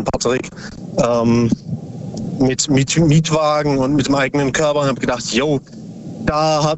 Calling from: Ubstadt-Weiher, Baden-Württemberg, Germany; Ich komme aus Ubstadt-Weiher.

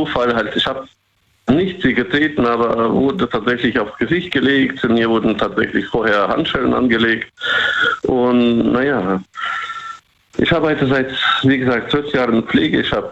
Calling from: Bruchmühlbach, Rhineland-Palatinate, Germany; Ich rufe aus Rheinland-Pfalz an.

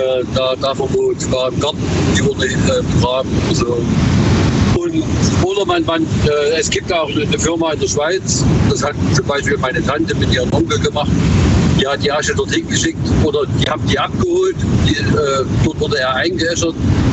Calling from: Fellbach, Baden-Württemberg, Germany; Hier, Fellbach.

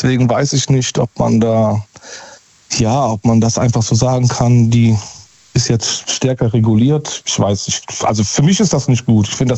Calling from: Baden-Württemberg, Germany; So 40 Kilometer nördlich von Stuttgart, also nördlich ja Rems-Murr-Kreis, ja.

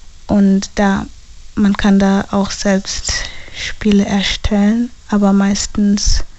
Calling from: Landau, Rhineland-Palatinate, Germany

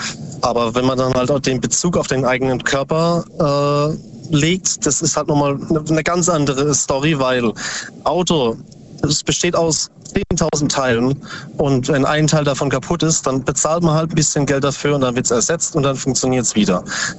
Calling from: Ubstadt-Weiher, Baden-Württemberg, Germany; Aus Ubstadt Weiher, nee, Bruchsal.

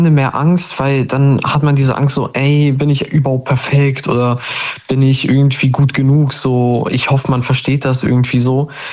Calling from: Bremen, Germany; ich komme aus Bremen, also Nähe Bremen.

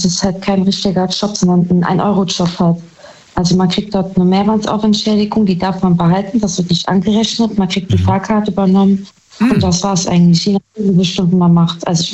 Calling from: Saarbrücken, Saarland, Germany; Saarbrücken.

